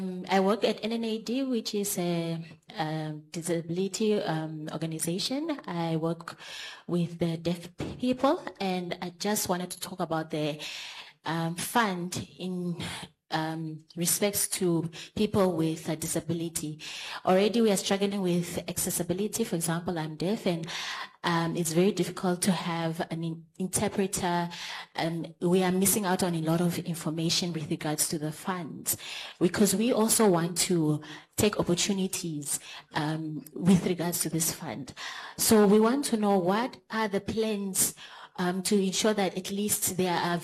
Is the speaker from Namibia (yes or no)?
yes; Windhoek, Khomas, Namibia; Good afternoon, everybody. I am from Windhoek, and thank you so much for this opportunity to talk.